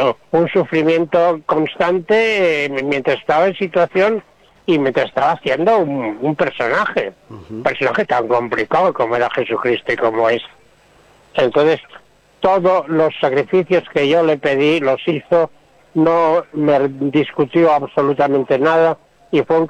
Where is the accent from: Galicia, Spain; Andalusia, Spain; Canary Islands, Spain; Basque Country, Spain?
Basque Country, Spain; San Sebastián; now in Torrelodones, Spain; me pasa a mí lo mismo siendo de San Sebastián